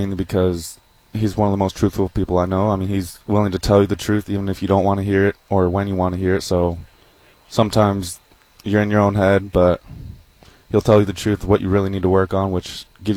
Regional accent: Dubuque, Iowa, United States; moved away as an adult; now in Ames, United States; Small town, it's not very busy in the summer, which I like. So I'm from Dubuque, Iowa, so I can drive home, see my family, see my friends that I grew up

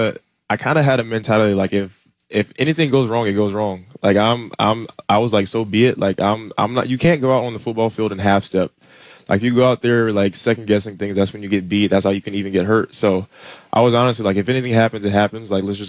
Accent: Mobile, Alabama, United States; I'm originally from Mobile, Alabama.

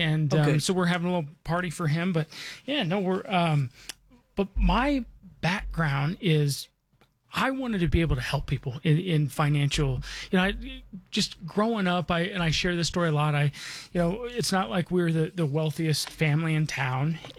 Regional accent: Denver, Colorado, United States; So Jackie, I mean, my background is, so again, I was born and raised in Denver. Dad was a Lutheran minister.

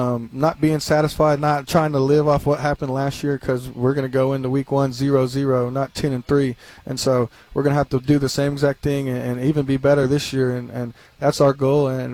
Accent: Houston, Texas, United States; come back and play in my hometown

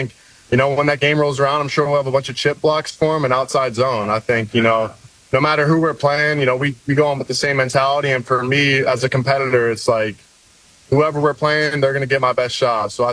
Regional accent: Cleveland, Ohio, United States; You know, I grew up in Cleveland

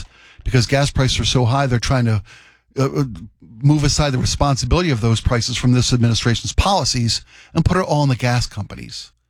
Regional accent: Ireland; Mm-mm, I'm Irish. We don't have that.

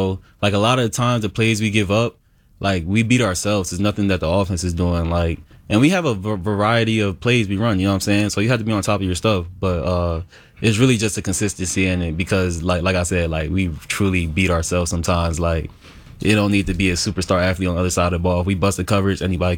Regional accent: New Jersey, United States; I'm from South Jersey. I'm from 2.5 hours south.

